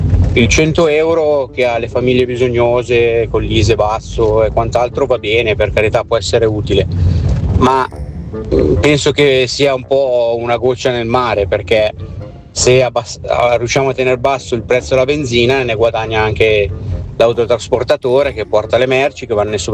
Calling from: Milan, Lombardy, Italy; da Milano

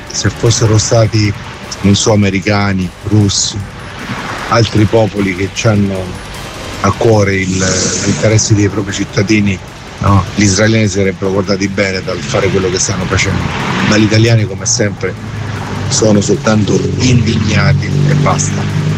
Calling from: Rome, Lazio, Italy

